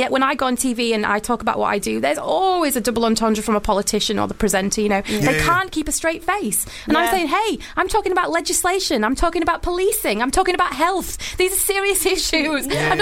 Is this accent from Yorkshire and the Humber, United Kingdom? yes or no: yes; Wakefield, Yorkshire and the Humber, United Kingdom; Yeah, I've always been gobby. Yeah. And I'm from Yorkshire, for God's sake.